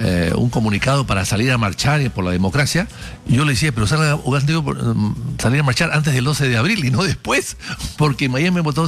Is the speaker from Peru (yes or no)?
yes; Peru